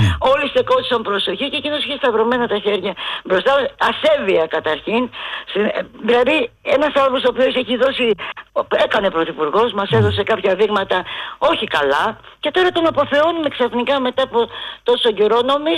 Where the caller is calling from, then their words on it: Pallini, Attica, Greece; από την Παλινή.